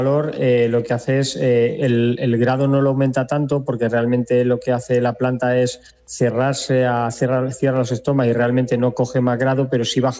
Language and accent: Spanish; Tobarra, Castilla-La Mancha, Spain; now in Tomelloso, Spain; Yo soy de Albacete, soy de Tobarra, pero estoy viviendo ahora en Tomelloso